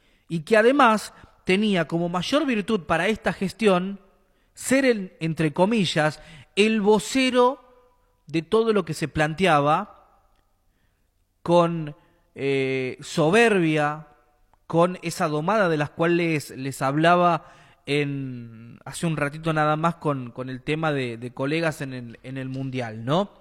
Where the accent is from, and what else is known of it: Argentina